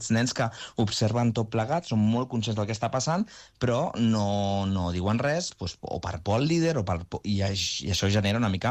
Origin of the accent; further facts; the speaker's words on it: Castellazuelo, Aragon, Spain; I dic, ostres, és que no he rodat mai al meu poble, a Castellazuelo, i em feia moltíssima il·lusió.